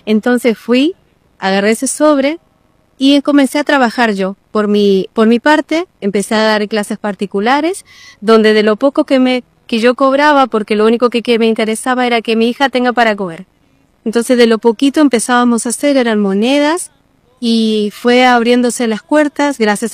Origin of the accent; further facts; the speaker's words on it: Goya, Corrientes, Argentina; also born or lived in Tandil; soy de Goya Corrientes, de la Iglesia Universal de Goya.